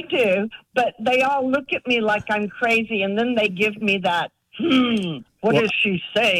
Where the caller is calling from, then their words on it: Dallas, Texas, United States; I'm calling from Dallas, Texas.